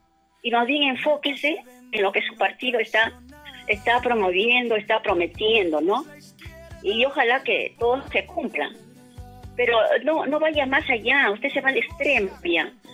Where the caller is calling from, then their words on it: Chimbote, Ancash, Peru; Soy un oyente de acá de Chimbote, de la radio.